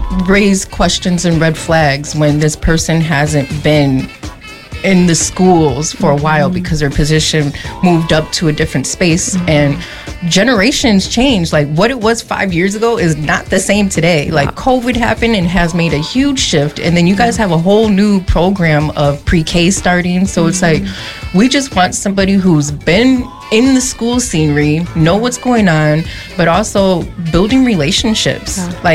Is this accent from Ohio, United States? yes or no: no; St. Paul, Minnesota, United States; And just growing up in the Rondo community, we had this conversation before we were on air. Like, my teachers who worked in the school I seen them at the grocery store.